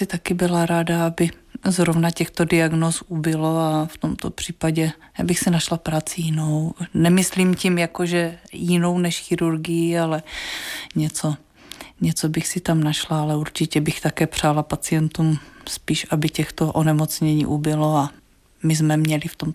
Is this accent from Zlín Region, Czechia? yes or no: yes; Zlín Region, Czechia; also born or lived in Žilina, Slovakia; Já myslím, že já jsem se narodila teda na Slovensku. Vyrostla jsem na Valašsku